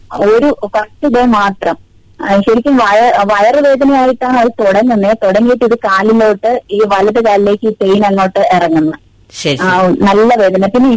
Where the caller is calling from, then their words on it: Thiruvananthapuram, Kerala, India; തിരുവനന്തപുരത്തു നിന്നാണ്.